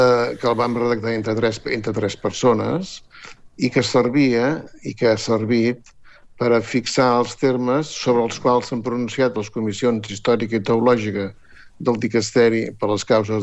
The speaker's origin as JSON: {"language": "Catalan", "town": "La Selva del Camp", "region": "Catalonia", "country": "Spain", "tie": "born or raised there", "said": "Exactament, jo soc fill de la Selva del Camp i Gaudí va néixer a Reus a 7 quilòmetres, justos."}